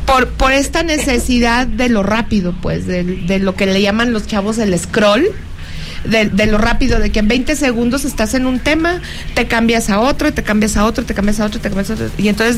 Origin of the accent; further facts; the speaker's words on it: Mexico; Yo solamente ejercí un derecho que tengo como ciudadana mexicana